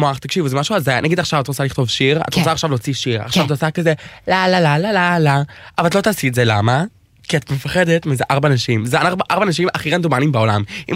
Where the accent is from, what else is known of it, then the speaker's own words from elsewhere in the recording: Australia; Hebrew is a second language; now in Israel; הגעתי ללוד שם, הכרתי את התרבות, וישר תחשבו, מישהו מאוסטרליה, כולי פמפרד, כולי כזה, פתאום הגיע ללוד, רמלה